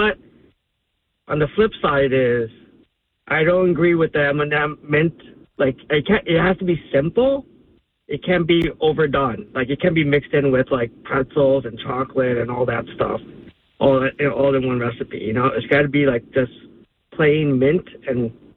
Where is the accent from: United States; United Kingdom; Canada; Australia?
United States; Woodbridge, New Jersey; now in Philadelphia, United States; even though I'm from Philly, I grew up in Woodbridge, so we moved to Philly after the fact. But near Edison area.